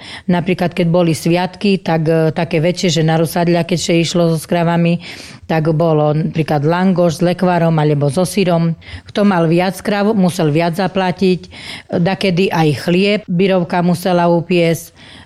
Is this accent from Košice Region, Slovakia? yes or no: yes; Zemplínska Teplica, Košice Region, Slovakia; U nás v Zemplínskej Teplici sa chovali hlavne statok, kravy, voly, potom boli tu kozy, ovce, kone ešte ošípané.